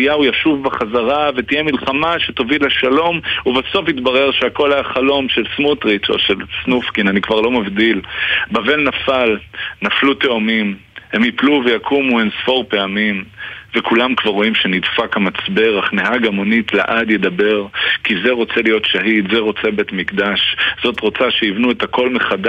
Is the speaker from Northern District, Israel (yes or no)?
no; Jerusalem, Jerusalem District, Israel; אני גדלתי בירושלים